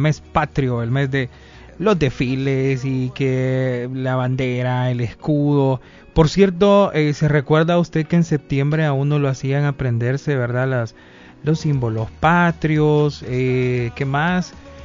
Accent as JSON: {"language": "Spanish", "country": "El Salvador", "said": "nosotros como salvadoreños"}